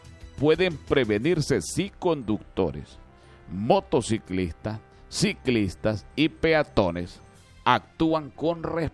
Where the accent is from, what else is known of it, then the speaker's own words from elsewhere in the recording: Honduras; nosotros los hondureños.